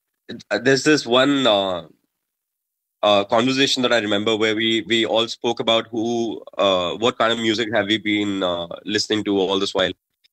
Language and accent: English; Delhi, India; I come from Delhi